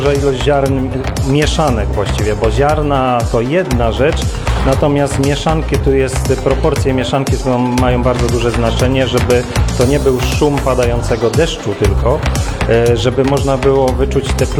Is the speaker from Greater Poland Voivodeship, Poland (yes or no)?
no; Będzin, Silesian Voivodeship, Poland; Z Będzina.